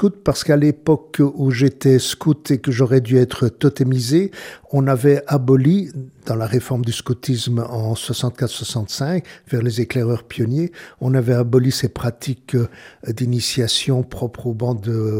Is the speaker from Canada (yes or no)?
no; Liège, Wallonia, Belgium; J'ai grandi à Liège, dans un quartier qui s'appelle Outremeuse, que la plupart des Wallons connaissent, peut-être même des Flamands, en Belgique